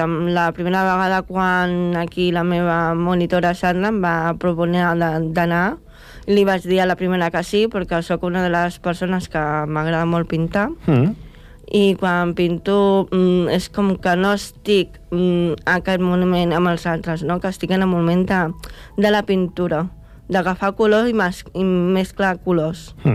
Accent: Cunit, Catalonia, Spain; sóc de Cunit.

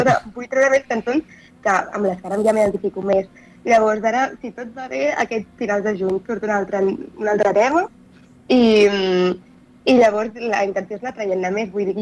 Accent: Catalonia, Spain; i clar, me fa molta il·lusió perquè jo soc de l'Alt Empordà

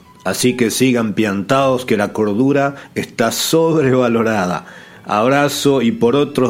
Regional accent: Argentina; now in Costa Rica; yo como buen argentino

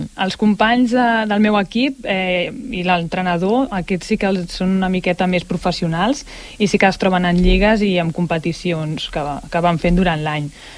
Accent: Barcelona, Catalonia, Spain; moved away as an adult; now in Sant Boi de Llobregat, Spain; jo sóc de Barcelona de tota la vida

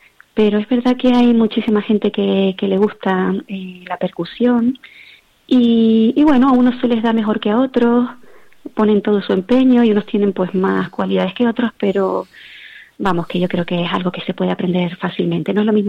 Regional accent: Sabinosa, Canary Islands, Spain; moved away as an adult; now in Frontera, Spain; yo también pasé muchos momentos de mi infancia en el Pozo de la Salud, que es justo el pueblo que está debajo de Sabinosa.

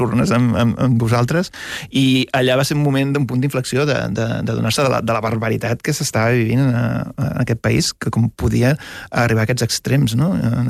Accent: Catalonia, Spain; first language Catalan; moved away as an adult; also born or lived in England; Jo vivint a fora, com a migrant que sóc, Catalunya és el meu punt de referència, és el lloc on sé que sóc, que hi ha la meva gent.

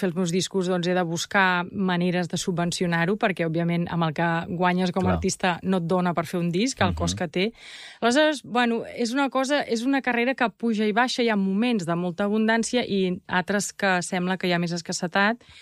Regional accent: Barcelona, Catalonia, Spain; also born or lived in New York; quan vaig viure a Nova York, que tothom em preguntava, no, d'on ets? Oh, from Barcelona!

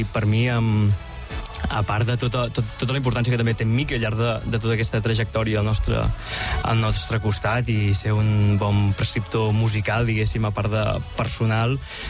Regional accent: Mataró, Catalonia, Spain; Jo vinc de Mataró.

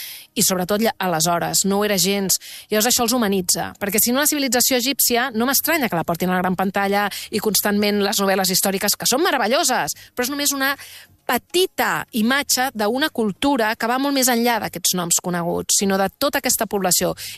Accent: Catalonia, Spain; m'obre moltes més portes dir que soc del Barça, que soc sòcia del Barça, de parlar de Catalunya o de Barcelona

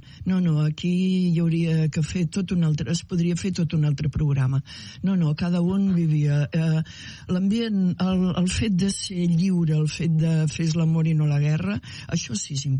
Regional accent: Calella, Catalonia, Spain; moved away as an adult; now in Brazil; Mira, vaig néixer a Calella, vaig estudiar a Calella, em vaig enamorar a Calella. Vaig ser filla de 2 artistes de Calella.

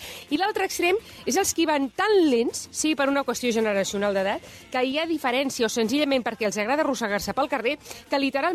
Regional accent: Badalona, Catalonia, Spain; jo que soc de Badalona

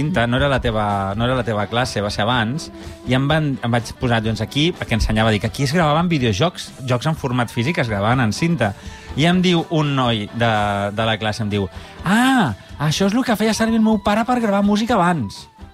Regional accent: Catalonia, Spain; Però com que som els catalans

